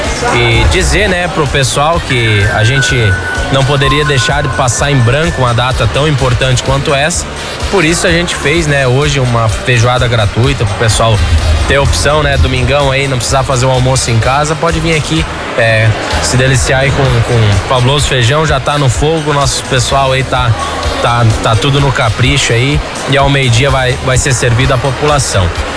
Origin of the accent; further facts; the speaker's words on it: Petrolândia, Pernambuco, Brazil; Eu sou nascido e criado em Petrolândia